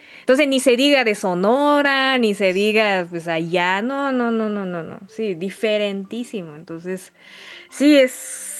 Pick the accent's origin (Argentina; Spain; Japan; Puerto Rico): Japan; moved away